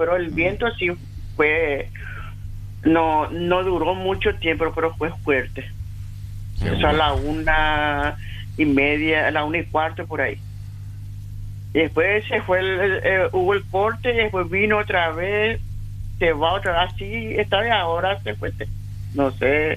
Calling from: San Ignacio, Misiones, Paraguay; Estoy llamando desde San Ignacio Misiones

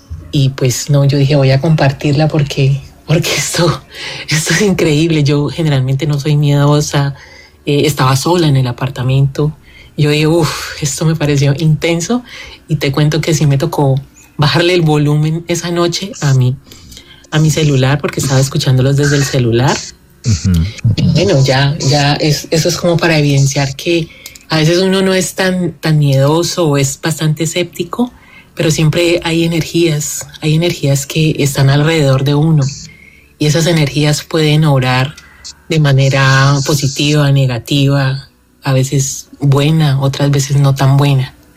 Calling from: Cali, Valle del Cauca, Colombia; Te hablo desde Cali

